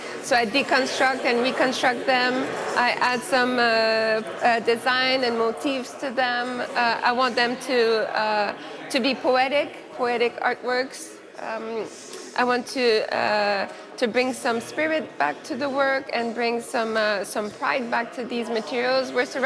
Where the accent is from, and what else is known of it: Aylmer, Quebec, Canada; born or raised there